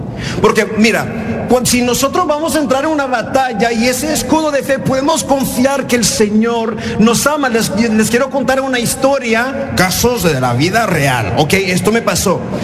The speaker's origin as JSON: {"language": "Spanish", "region": "New York", "country": "United States", "said": "yo vengo de Nueva York"}